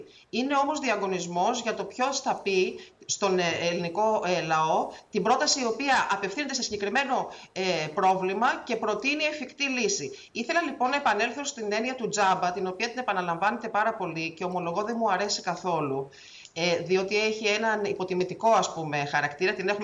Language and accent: Greek; Kallithea, Attica, Greece; εγώ κατάγομαι και μεγάλωσα στην Καλλιθέα